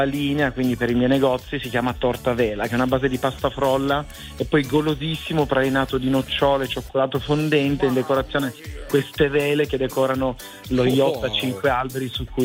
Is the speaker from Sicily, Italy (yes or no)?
no; Apulia, Italy; io sono salentino